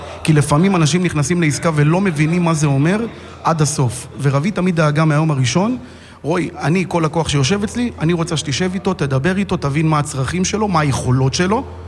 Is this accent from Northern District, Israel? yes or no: yes; Tiberias, Northern District, Israel; born there; אני נולדתי בטבריה.